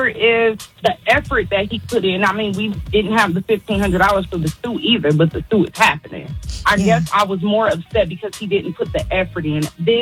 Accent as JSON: {"language": "English", "town": "Detroit", "region": "Michigan", "country": "United States"}